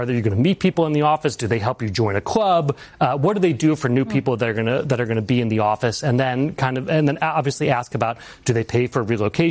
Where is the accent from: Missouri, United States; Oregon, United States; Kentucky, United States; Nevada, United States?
Kentucky, United States; Louisville; So one I'd point out is Louisville, Kentucky, which is my hometown, number 23 on the list.